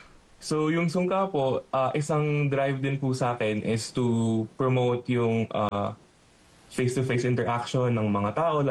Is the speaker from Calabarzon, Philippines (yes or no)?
no; Bulacan, Central Luzon, Philippines; nag-usap about childhood namin sa Bulacan